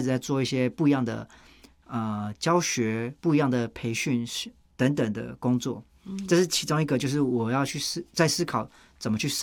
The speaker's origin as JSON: {"language": "Chinese", "country": "Taiwan", "said": "作为一个台湾人看经历了三个阶段"}